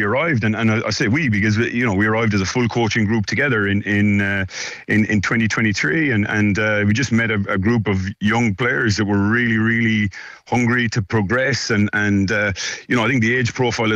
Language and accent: English; Clare, Munster, Ireland; moved away as an adult; now in Bordeaux, France